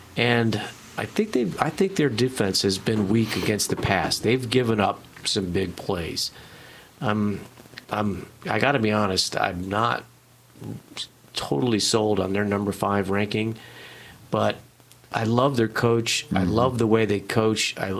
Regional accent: Ohio, United States; I'm from Ohio.

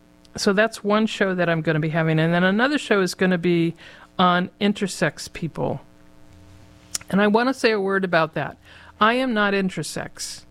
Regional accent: Connecticut, United States; I was raised in Connecticut, and I don't remember. And it was interesting. At the time, I was a young person in Connecticut, so I was there from the age of about 2.5 till 17.

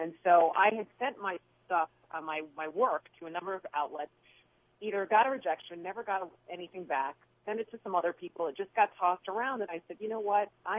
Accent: Columbia, Maryland, United States; I'm originally from Columbia, Maryland, so just 40 minutes outside of Washington, D.C.

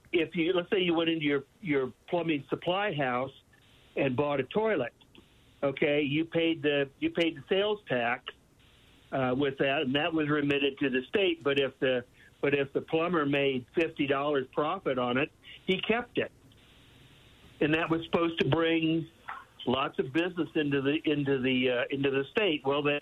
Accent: Kansas City, Kansas, United States; Anyway, I'm a native Kansan. I grew up in the Kansas City area, so I keep my ear to the ground about what's going on in my native state.

